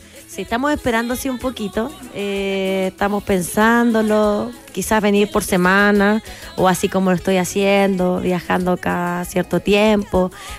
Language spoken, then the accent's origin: Spanish; Iquique, Tarapacá, Chile; Soy iquiqueña.